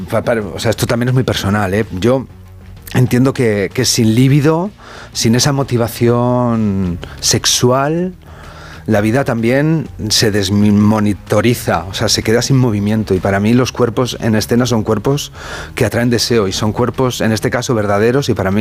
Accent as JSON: {"language": "Spanish", "town": "Valladolid", "region": "Castile and León", "country": "Spain", "said": "Además es de León, yo soy castellano, sí. De Valladolid."}